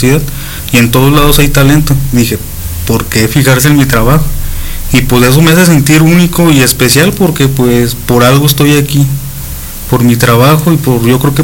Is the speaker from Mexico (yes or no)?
yes; San José de Gracia, Aguascalientes, Mexico; lo bonito que era mi pueblo